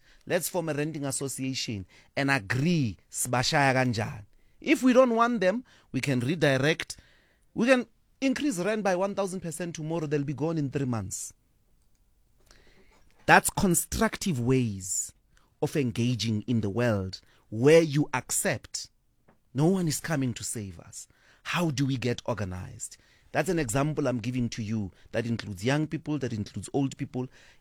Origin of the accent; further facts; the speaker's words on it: South Africa; not do it as an event, as a permanent, constant intervention of being a South African